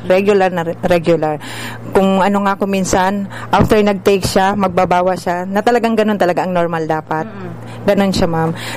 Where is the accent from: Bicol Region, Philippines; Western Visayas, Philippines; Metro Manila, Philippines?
Bicol Region, Philippines; Legazpi; taga Porok 7, Kambugtong, Legazpi City.